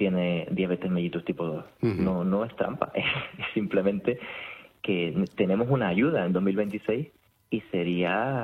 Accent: Canary Islands, Spain; accent: Canarian; Con mi acento canario igual puede pasar desapercibida esa

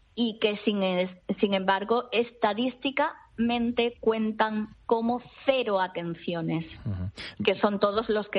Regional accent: Ceuta, Spain; yo eso en mi tierra, que es Ceuta, es llamarme exagerada.

